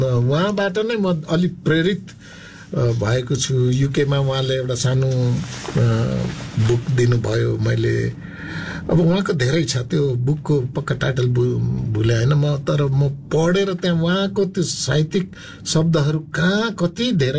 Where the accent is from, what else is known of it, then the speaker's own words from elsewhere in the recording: Koshi Province, Nepal; born there; accent: Limbu; अब म बसेको ठाउँ मेरो गाउँलाई चाहिँ पर्साई गाउँ नै भन्छ.